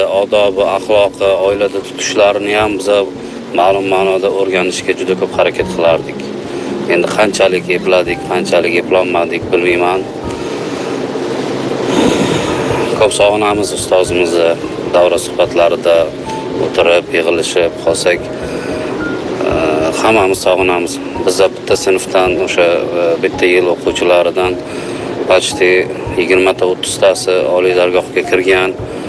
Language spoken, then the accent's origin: Uzbek; a village in Bulungur district, Samarkand Region, Uzbekistan; menda ham bir chekka bir qishloqning chekka joyida ulg'ayib o'sib katta bo'lganman.